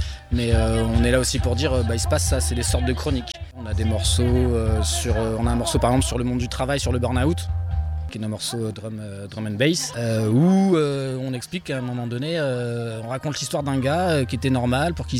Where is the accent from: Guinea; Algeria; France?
France; Compiègne, Hauts-de-France; Alors, moi, je suis de Compiègne.